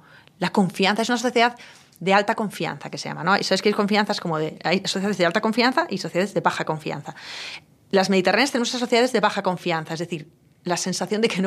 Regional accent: Spain; a los españoles nos cuesta entender

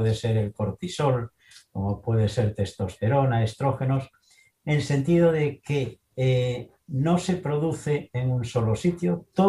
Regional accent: Galicia, Spain; Yo estudié en la Facultad de Medicina de Santiago de Compostela, soy gallego.

